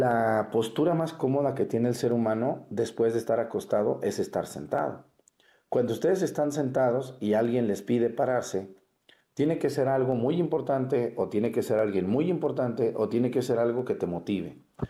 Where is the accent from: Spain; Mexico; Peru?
Mexico; imagínense, si a ustedes y a mí, que somos mexicanos, díganme quién de ustedes le encanta pagarle impuestos al SAT.